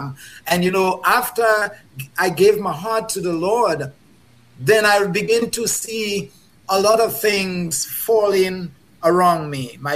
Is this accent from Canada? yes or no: no; Dominica; now in United States; Growing up in Dominica